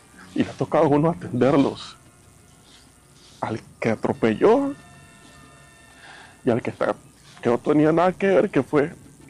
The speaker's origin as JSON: {"language": "Spanish", "town": "Buenaventura", "region": "Valle del Cauca", "country": "Colombia", "tie": "born or raised there", "moved": "yes", "lives_now": "United States", "said": "Yo nací y crecí en Buenaventura."}